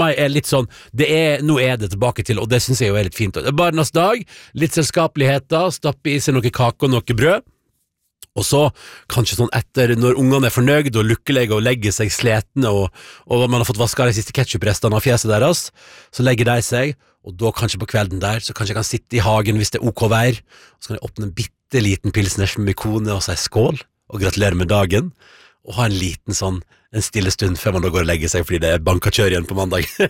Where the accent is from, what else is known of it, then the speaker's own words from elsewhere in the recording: Førde, Vestland, Norway; Da jeg vokste opp i Førde, så var først 17. mai var først barnas dag